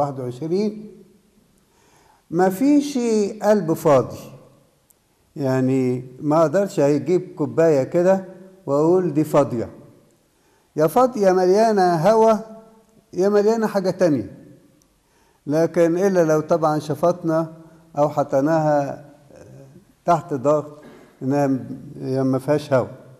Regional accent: Upper Egypt, Egypt; moved away as an adult; وأنا صغير في الصعيد

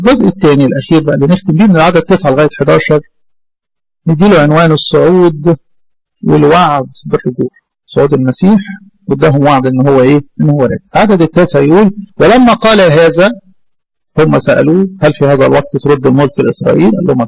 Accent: Egypt; الجبال عندنا في مصر

